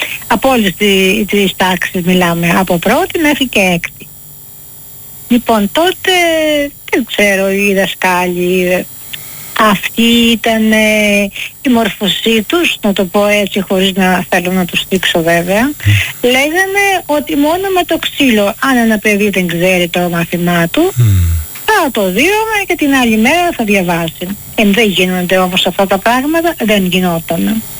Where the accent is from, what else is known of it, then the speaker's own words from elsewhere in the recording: Western Greece, Greece; Λοιπόν, εγώ είμαι έξω από Αγρινιό, από ένα χωριό τέλος πάντων.